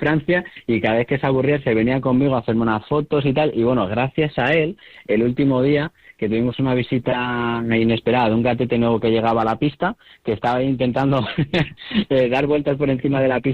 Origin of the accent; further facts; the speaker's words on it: Madrid, Community of Madrid, Spain; justo da la casualidad que es en un barrio donde me crié, en Hortaleza